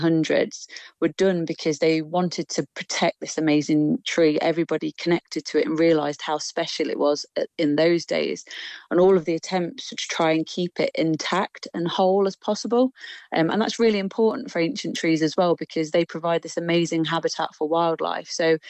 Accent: Nottingham, East Midlands, United Kingdom; I'm a local girl, so I'm from Nottingham

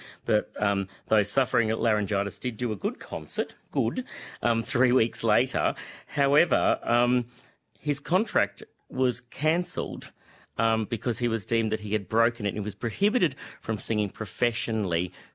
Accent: Queensland, Australia; now in South Australia, Australia; I am a Queenslander. I'm well and truly a South Australian now, happy to be here.

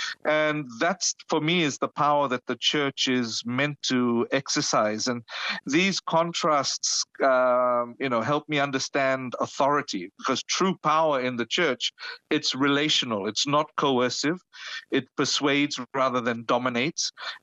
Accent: Fiji; And this is the challenge sometimes we see in Fiji. You know, growing up in the Methodist Church

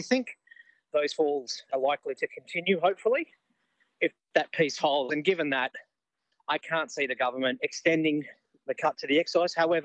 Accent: Queensland, Australia; I'm a Queenslander.

